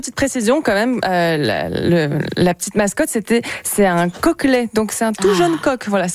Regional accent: France; now in Canada; Mais bon, le Canada, je suis là depuis 2 ans. La France, je suis française, quoi.

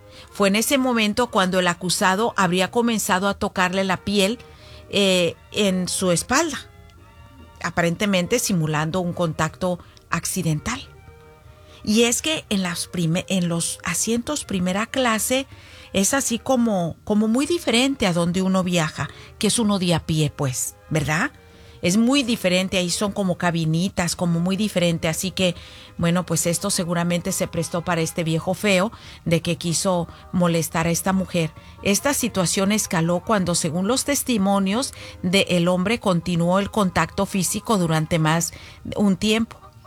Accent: Jalisco, Mexico; así como yo soy jalisciense

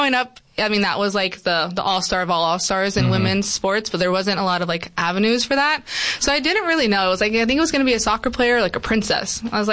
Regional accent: Yuma, Arizona, United States; born there; I am from here.

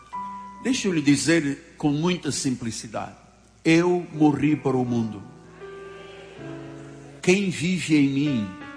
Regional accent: Luanda, Angola; born there; No meu caso particular, há 72 anos atrás, lá num país de África, numa cidade chamada Luanda, Deus me trouxe a esta terra.

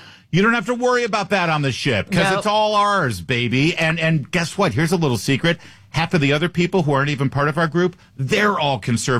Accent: Newport Beach, California, United States; moved away; I grew up in Newport Beach. I went to Corona Del Mar High School.

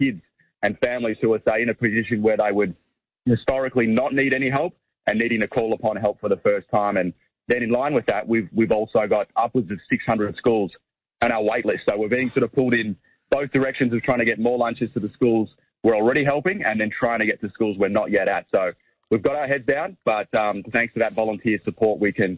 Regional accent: Shepparton, Victoria, Australia; born or raised there

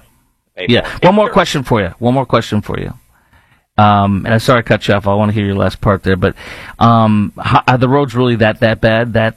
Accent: Illinois, United States

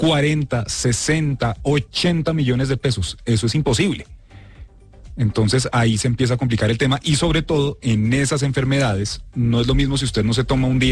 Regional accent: Colombia; y quienes pagamos los platos rotos, pues somos todos los colombianos.

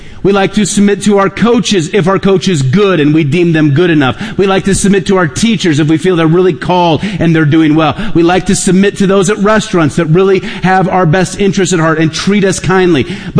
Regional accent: United States; Because I'm an American and I'm an individual

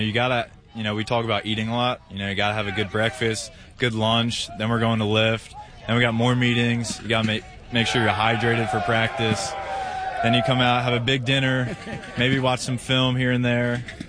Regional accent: Maryland, United States; I grew up a half hour from here, but it still feels like I'm, you know, playing from my hometown, kind of.

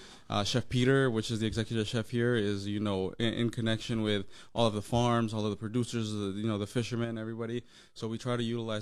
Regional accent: Mexico City, Mexico; I'm from Mexico City, like you said, born and raised. These are the flavors that I grew up eating.

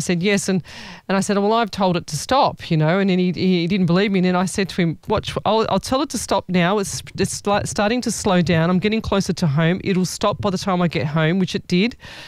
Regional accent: Sydney, New South Wales, Australia; We're from Sydney, New South Wales, Australia there, Chloe.

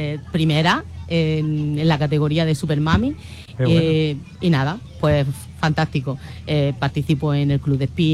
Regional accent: Tabernas, Andalusia, Spain

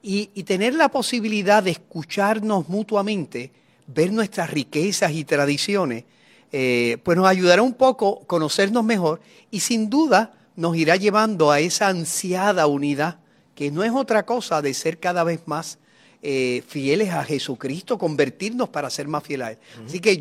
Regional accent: Puerto Rico; como creyente, como puertorriqueño, como país.

